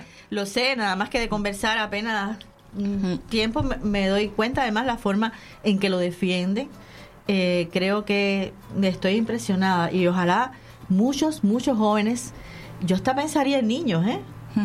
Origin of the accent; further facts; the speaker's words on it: Cuba; moved away; yo soy cubana y me muero siendo cubana.